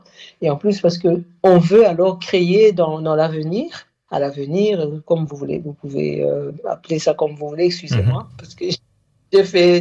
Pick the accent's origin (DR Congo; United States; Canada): DR Congo; moved away; Là-bas, chez nous, au Congo, en RDC